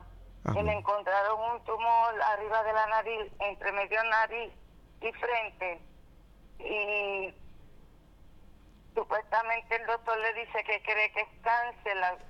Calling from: Loíza, Puerto Rico; Yo soy de Loíza. Y yo le creo a mi Cristo, porque yo creo en Dios.

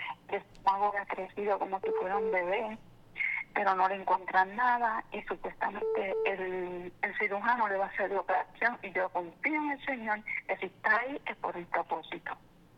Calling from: Vega Alta, Puerto Rico; Yo soy de Vega Alta.

